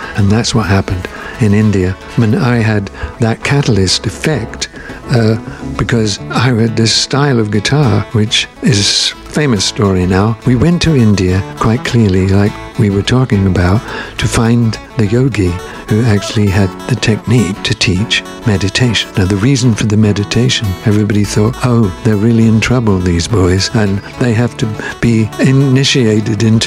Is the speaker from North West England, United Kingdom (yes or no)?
no; Glasgow, Scotland, United Kingdom; I grew up in Glasgow